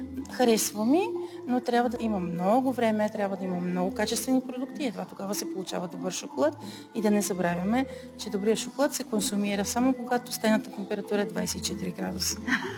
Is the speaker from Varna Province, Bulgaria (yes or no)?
no; Sofia, Sofia City, Bulgaria; accent: Shop dialect; Аз съм шопкиня от София. Потеклото ми от 4 села, които имат съвсем различен диалект помежду си. Думи, които не съвпадат една с друга. Понякога не се разбира какво говорят едните, спрямо какво говорят другите. Но у дома се говори само на диалект. У дома книжовен език никога не е употребяван.